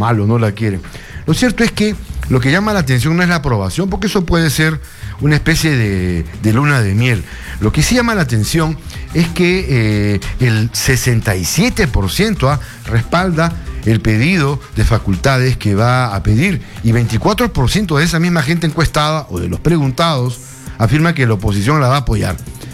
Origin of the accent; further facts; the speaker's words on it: Peru; Y lo más grave, porque así somos los peruanos, así es el ser humano, van a querer resultados.